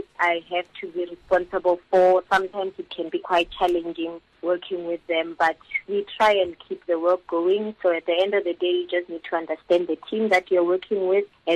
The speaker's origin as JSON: {"language": "English", "town": "Polokwane", "region": "Limpopo", "country": "South Africa", "said": "I am originally from Polokwane in Limpopo, and I studied mechanical engineering."}